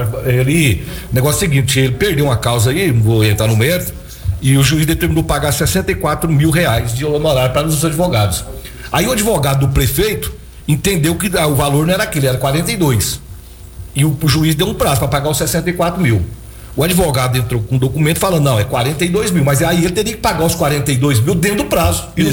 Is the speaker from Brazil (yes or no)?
yes; Santa Rosa, Goiás, Brazil; Eu sou de Santa Rosa, de Goiás.